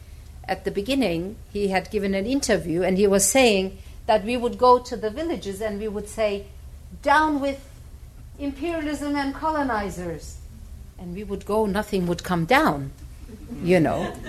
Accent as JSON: {"language": "English", "area": "Dersim", "region": "Tunceli Province", "country": "Turkey", "said": "and I am from Dersim"}